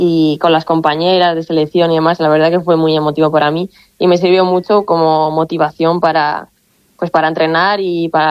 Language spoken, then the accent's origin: Spanish; Abaluenga, Castile and León, Spain; me pasé el verano allí en España, en Ávila, en mi pueblo, en Abaluenga